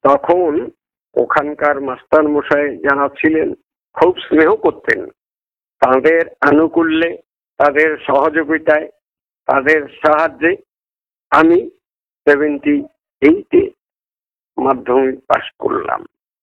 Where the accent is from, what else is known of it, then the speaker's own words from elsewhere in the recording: Assam, India; first language Assamese; Bangla is a second language; মানে কি আমি ভাষা বুঝতে পারতাম না বাংলা, আমার মাতৃভাষা তো অ্যাসামিস, যার জন্য বাংলা ভাষা আমি বুঝতে পারিনি।